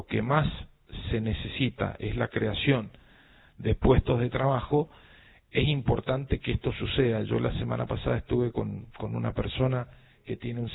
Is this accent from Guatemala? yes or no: no; San Rafael, Mendoza, Argentina; todos los que tenemos algún cargo institucional, político, que somos de San Rafael